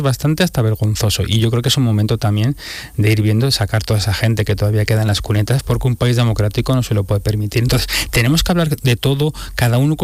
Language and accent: Spanish; Andalusia, Spain; Que sí, yo soy escritor andaluz.